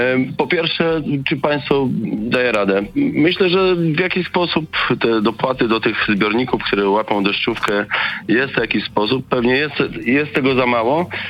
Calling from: Suwałki, Podlaskie Voivodeship, Poland; Pochodzę z Suwałki

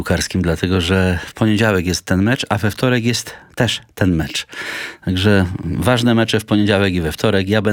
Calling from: Warsaw, Masovian Voivodeship, Poland; I to jestem ja, tutaj z Warszawy, z Żoliborza.

